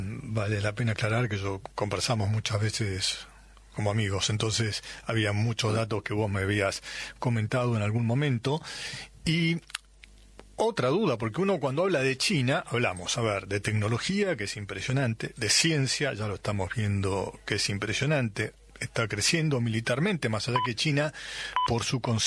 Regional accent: Italy; uno porque soy italiano y entonces utilizo los métodos atávicos, no los actuales

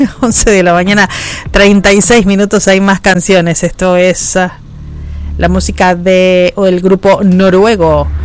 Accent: Argentina; Bueno, obviamente que nosotros como argentinos tenemos también un poquito de...

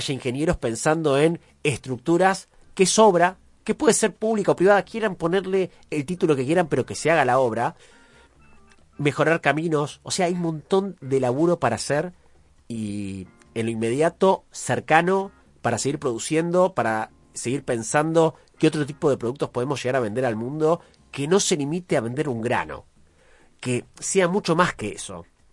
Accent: Santa Fe, Argentina; nosotros empecemos a plantearnos acá como santafesinos y santafesinas

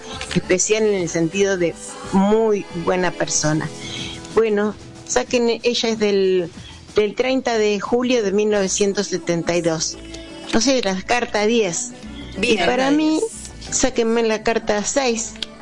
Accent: Arroyo Seco, Santa Fe, Argentina; Soy de Arroyo Seco, provincia de Santa Fe.

